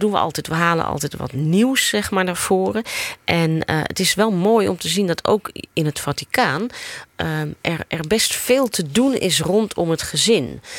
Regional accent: Amsterdam, North Holland, Netherlands; Ik woonde zeg maar op letterlijk een steenworp afstand van de kerk. Dan ben ik ook opgegroeid in Amsterdam.

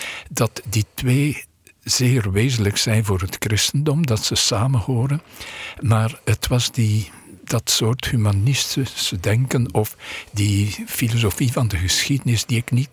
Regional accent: Poperinge, Flanders, Belgium; now in Netherlands; Ik ben uit Poperingen. Dat ligt vlakbij Ieper, maar eigenlijk vlakbij de Franse grens. En dat heeft mijn jeugd zeer getekend. Ik heb altijd aan mensen gezegd, ik ben geboren tussen 2 abdijen.

